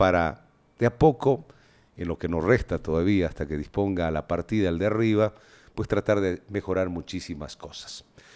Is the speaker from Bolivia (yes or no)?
yes; Oruro, Bolivia; born there; now in Cochabamba, Bolivia; volver a mi tierra de nacimiento, a Oruro